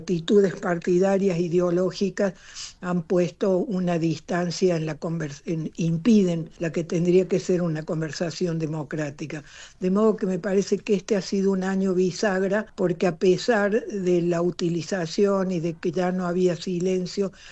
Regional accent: Argentina; siempre a España, que es donde yo pude ejercer periodismo en libertad para denunciar lo que escribía en mi país.

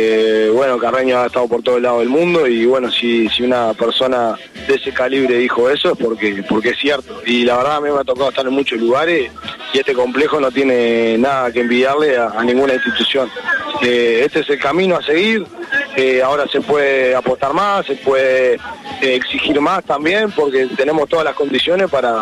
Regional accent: Pando, Canelones, Uruguay; moved away; el primer momento que llegué, me adapté muy bien a la ciudad. Yo soy de Pando, pero mi abuela es de Tacuarembó

